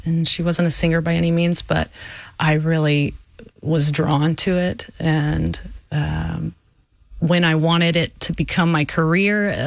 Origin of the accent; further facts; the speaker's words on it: Houston, Texas, United States; I grew up in Southwest Alief, Texas, to a single mom with an older brother.